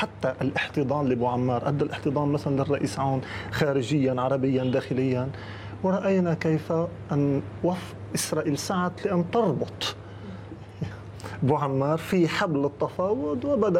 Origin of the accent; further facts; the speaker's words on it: Lebanon; يعني السؤال عندنا بلبنان غريب